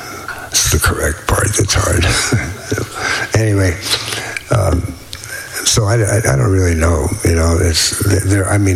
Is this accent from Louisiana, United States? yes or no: yes; New Orleans, Louisiana, United States; how did growing up in New Orleans affect your music?